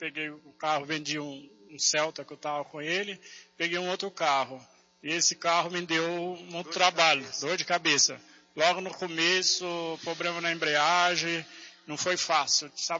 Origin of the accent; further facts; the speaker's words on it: Minas Gerais, Brazil; now in São Paulo, Brazil; Eu sou de Minas.